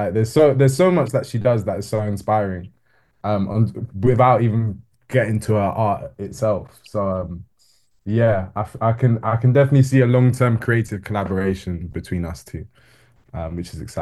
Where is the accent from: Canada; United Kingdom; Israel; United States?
United Kingdom; London; born or raised there